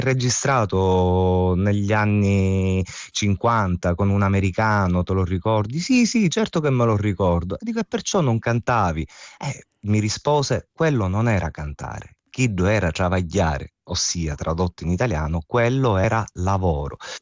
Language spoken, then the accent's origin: Italian; Geraci Siculo, Sicily, Italy; now in Palermo, Italy; io invece provengo dalle Madonie, un piccolo paesino a 1000 metri d'altezza, si chiama Geracisiculo, ma ormai vivo da oltre 20 anni qui a Palermo, quindi diciamo sono più palermitano che, ecco, geracese.